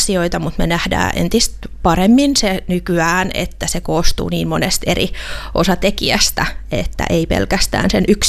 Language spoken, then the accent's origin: Finnish; Satakunta, Finland; meillä täällä Satakunnassa